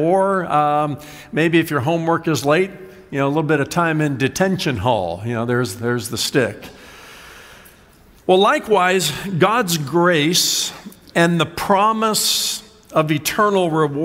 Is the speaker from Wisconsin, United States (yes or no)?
no; Indiana, United States; now in Virginia Beach, United States; growing up in Indiana, I remember that my parents had nicknames for us. Of course